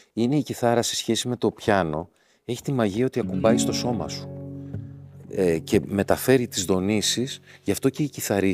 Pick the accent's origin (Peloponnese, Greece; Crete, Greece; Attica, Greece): Peloponnese, Greece; στην Καλαμάτα, στα μέρη μας από κάτω.